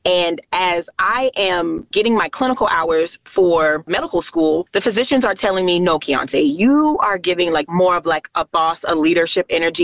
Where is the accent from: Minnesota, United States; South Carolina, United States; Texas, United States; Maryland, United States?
South Carolina, United States; James Island; moved away as an adult; also born or lived in Conway, South Carolina; So I actually was born and raised on James Island. So I am a Benya, and I left James Island to go to college at Coastal Carolina University down in Conway or Myrtle Beach.